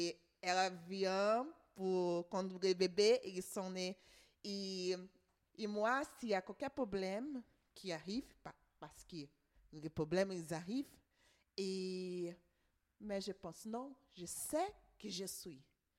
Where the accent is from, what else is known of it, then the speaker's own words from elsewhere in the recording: Brazil; French is a second language; now in Belgium; moi, par exemple, je suis brésilienne, je suis ici en Belgique.